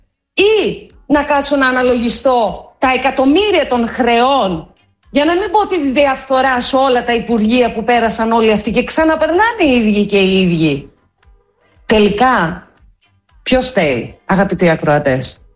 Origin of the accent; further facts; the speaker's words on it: Greece; ως Έλληνες, ως Έλληνες Ορθόδοξος λαός